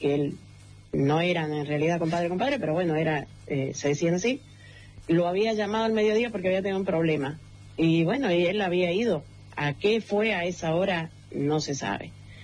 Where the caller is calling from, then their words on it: Real del Padre, Mendoza, Argentina; Yo vivo en Real del Padre